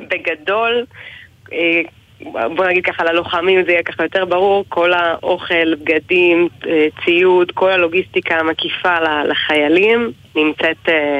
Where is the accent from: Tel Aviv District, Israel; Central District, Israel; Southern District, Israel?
Central District, Israel; Rishon LeZion; אני מראשון לציון